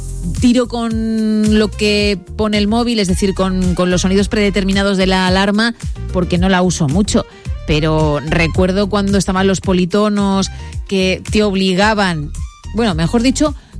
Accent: Campania, Italy; soy de cerca de Positano

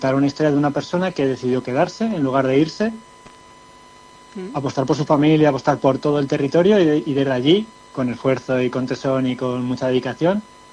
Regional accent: Sabiñánigo, Aragon, Spain; yo soy de Sabiñánigo y mi familia es de un pueblo que es de Larre, que está pegado a Sardas

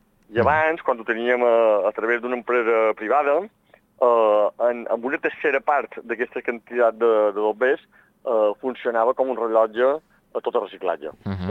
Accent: Sóller, Balearic Islands, Spain; som dels municipis de Mallorca que paguem el rebut de fems més alt

